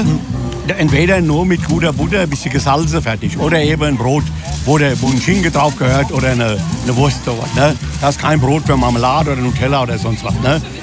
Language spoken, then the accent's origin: German; Rhineland-Palatinate, Germany; ich komme aus dem Westerwald.